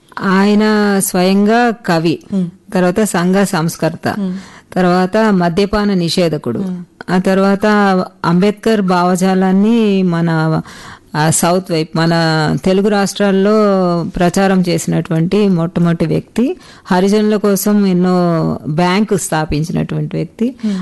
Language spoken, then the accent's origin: Telugu; Hyderabad, Telangana, India; moved away as an adult; also born or lived in Rajahmundry; నెల్లూరు వాస్తవ్యులు, వారు హైదరాబాద్లో సెటిల్ అయ్యారు కాబట్టి నేను ఇక్కడే హైదరాబాద్లోనే పుట్టి పెరిగాను కాబట్టి ఇక్కడే చదువుకున్నాను.